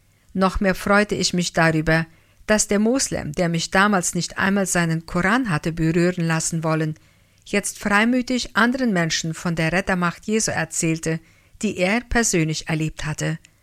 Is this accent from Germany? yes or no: no; Pakistan; moved away; Eines Tages werde ich, so Gott will, nach Pakistan zurückkehren. Ich liebe meine Heimat